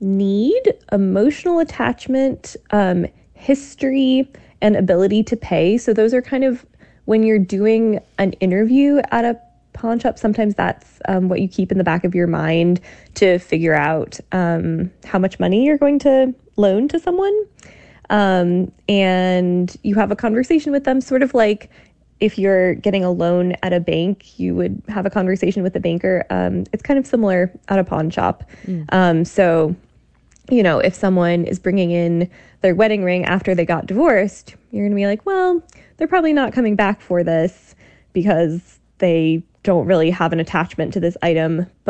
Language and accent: English; Iowa City, Iowa, United States; Iowa City was such a cool place to grow up as a writer and a kid who was into writing